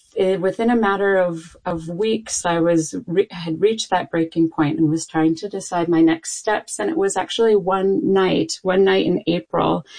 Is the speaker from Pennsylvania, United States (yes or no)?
yes; Pennsylvania, United States; moved away as an adult; also born or lived in Rochester, New York; now in Canada; we're both from the Mid-Atlantic. I'm from outside of Philadelphia. He's from Delaware. We came to Rochester